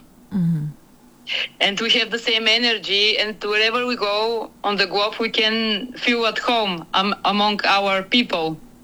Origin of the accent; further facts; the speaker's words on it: Varna, Varna Province, Bulgaria; now in Plovdiv, Bulgaria; I'm from Varna, Bulgaria, but now I live in Plovdiv. Plovdiv is in the middle of Bulgaria.